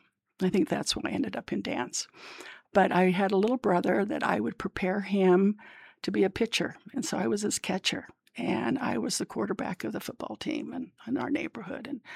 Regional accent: Salt Lake City, Utah, United States; I'm a Utah kid. I'm Utah. I grew up in Salt Lake and had just a wonderful, wonderful childhood. I am a first-generation student

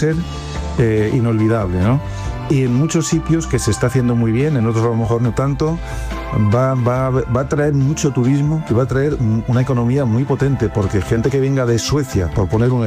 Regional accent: Guadalajara province, Castilla-La Mancha, Spain

